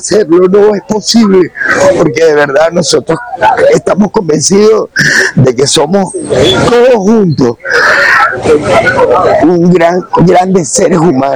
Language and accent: Spanish; Venezuela; la calidad de gente que somos los venezolanos.